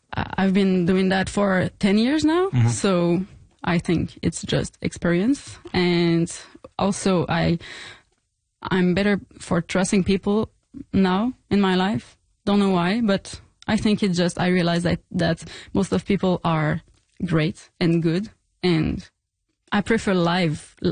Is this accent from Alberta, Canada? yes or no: no; Quebec, Canada; now in Montreal, Canada; I'm from Gaspésie, which oh, yeah. is pretty far from Montreal, but I'm living in Montreal since like 10 years.